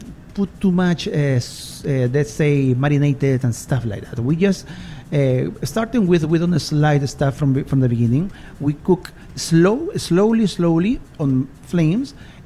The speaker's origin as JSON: {"language": "English", "country": "Peru", "moved": "as an adult", "lives_now": "South Africa", "said": "I am originally from Peru."}